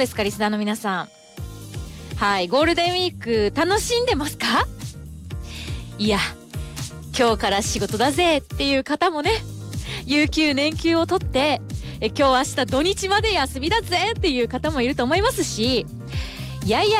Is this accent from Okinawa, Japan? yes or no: yes; Okinawa, Japan; 私沖縄出身なんですけど、沖縄にいる時はそんなに粉もんって口にしたことないかもしれないですね。